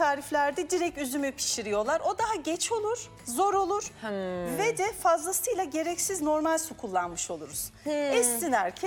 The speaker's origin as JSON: {"language": "Turkish", "area": "Rize", "region": "Black Sea Region", "country": "Turkey", "said": "Aa dedim, bizim Karadeniz'in, Rize'nin üzümleri mi?"}